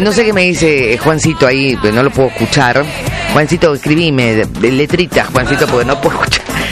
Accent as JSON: {"language": "Spanish", "country": "Argentina", "said": "Sí, re argentinos somos, re contra argentinos."}